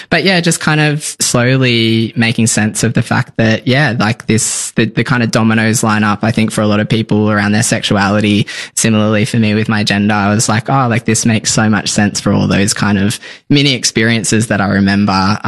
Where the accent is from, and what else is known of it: Tamworth, New South Wales, Australia; born or raised there